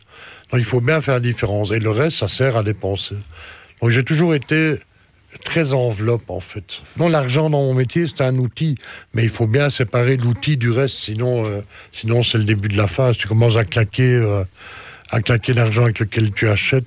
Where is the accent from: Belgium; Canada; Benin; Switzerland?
Belgium; now in Etterbeek, Belgium; Assez fier surtout en tant que Belge